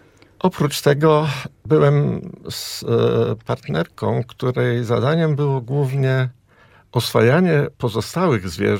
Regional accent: Bydgoszcz, Kuyavian-Pomeranian Voivodeship, Poland; ja pochodzę z Bydgoszczy, mieszkał 25 kilometrów od Bydgoszczy

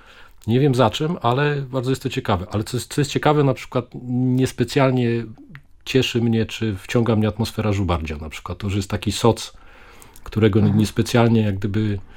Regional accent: Łódź, Łódź Voivodeship, Poland; Właśnie to jest takie ciekawe, bo wychowałem się na Abramowskiego. Później, jak to mówią w Łodzi, mieszkałem na Orla.

